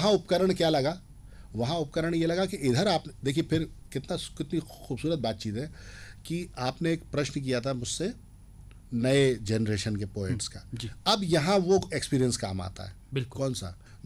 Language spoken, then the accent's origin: Hindi; Vidisha, Madhya Pradesh, India; born or raised there; also born or lived in Bhopal